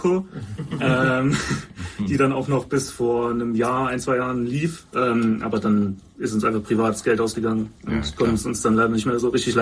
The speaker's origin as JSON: {"language": "German", "town": "Leipzig", "region": "Saxony", "country": "Germany", "said": "wir kommen aus Bülitz-Ehrenberg, ist 04178, die Postleitzahl."}